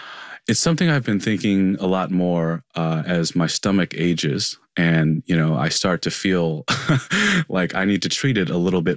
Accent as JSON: {"language": "English", "region": "Tennessee", "country": "United States", "tie": "born or raised there", "said": "You know, I grew up in Tennessee and among a lot of sort of evangelicals and people handing me a Bible at inopportune times."}